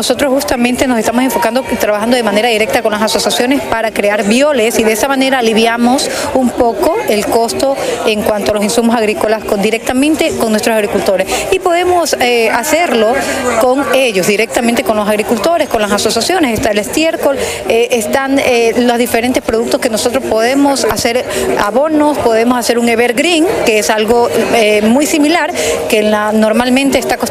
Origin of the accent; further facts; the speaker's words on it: Mocache, Los Ríos, Ecuador; born there; orgullosa de pertenecer a esta tierra Montú